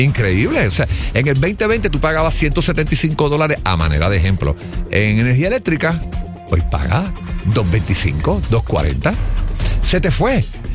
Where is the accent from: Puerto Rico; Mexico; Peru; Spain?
Puerto Rico; Arecibo; moved away; Yo soy de Arecibo.